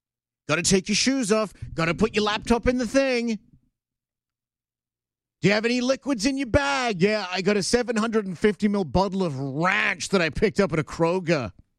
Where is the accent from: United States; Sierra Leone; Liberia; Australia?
Australia; now in Canada; When I go back to Australia, look, I'm a Canadian now, but when I go back to Australia